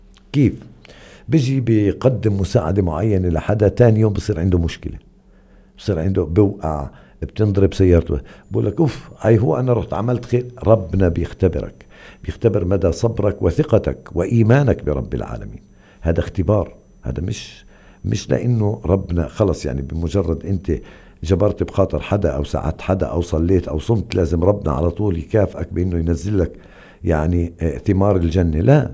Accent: Palestine; عندنا بفلسطين

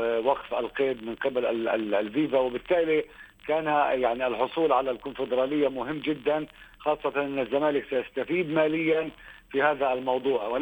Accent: Palestine; now in Gaza Strip, Palestine; كلنا كفلسطينيين

